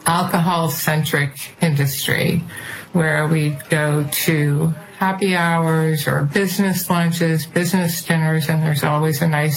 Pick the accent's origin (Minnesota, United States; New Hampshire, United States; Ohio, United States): New Hampshire, United States; I grew up in New Hampshire and near that small piece of coastline that New Hampshire has, so kind of a small-time girl.